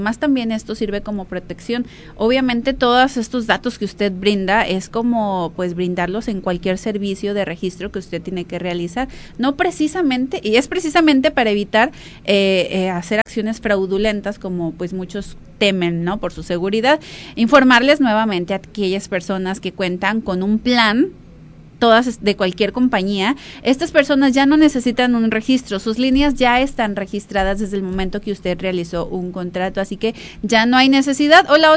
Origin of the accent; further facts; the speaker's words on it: Mexico; O sea que como buenos mexicanos va a esperar a que le suspendan la línea para poder hacer ese registro.